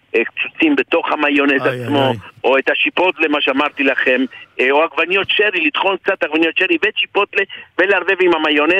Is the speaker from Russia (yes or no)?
no; Argentina; שאני מאוד אוהב בתור ארגנטינאי, ואהבתי כשהייתי ילד.